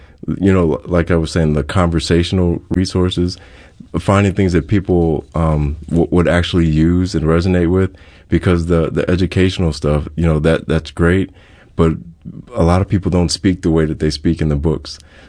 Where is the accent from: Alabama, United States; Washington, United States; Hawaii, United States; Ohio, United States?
Hawaii, United States; But other times it's like, okay, yeah, I'm Hawaiian, whatever.